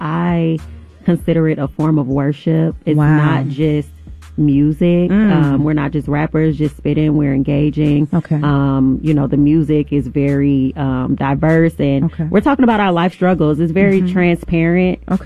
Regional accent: Twin Cities, Minnesota, United States; born or raised there

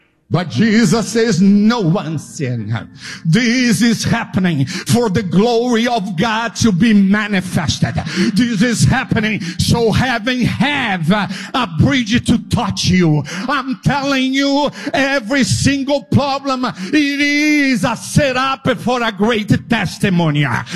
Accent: Alabama, United States; Be patient with my accent. I'm from Alabama.

